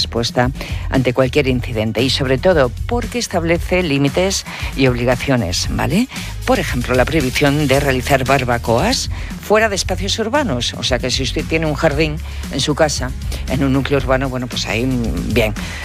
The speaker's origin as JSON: {"language": "Spanish", "region": "Cantabria", "country": "Spain", "said": "Somos muy cántabros."}